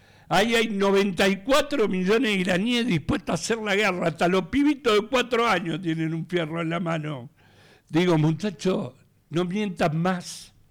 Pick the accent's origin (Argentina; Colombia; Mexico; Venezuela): Argentina